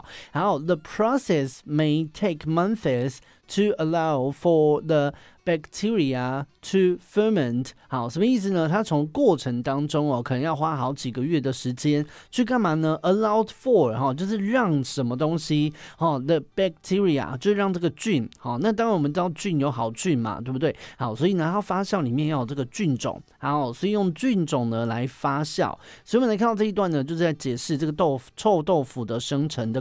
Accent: Taiwan; 自己身为是台湾人

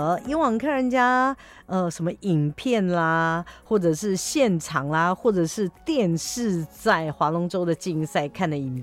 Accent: Hualien County, Taiwan; 很小的时候在花莲，

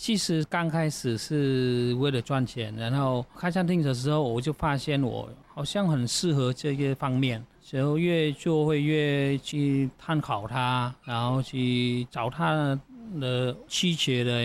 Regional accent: Vietnam; moved away as an adult; now in Taoyuan, Taiwan; 那我们在越南那时候这种风格也很红

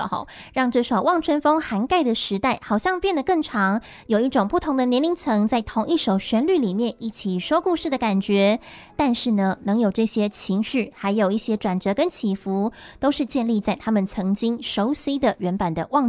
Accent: Taiwan; 那身为台湾人的我们两位呢

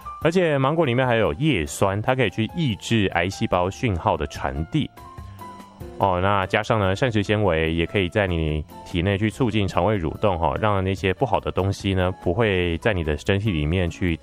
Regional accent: Taiwan; 让我们台湾人呢可以吃得津津有味

